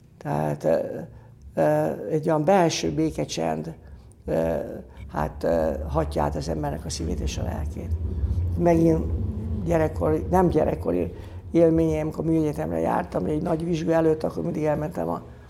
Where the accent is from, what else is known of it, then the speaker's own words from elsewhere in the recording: Budapest, Hungary; angyalföldön a Kármen mellett nőttem föl, Szent László templomba jártam, mert az volt a plébánia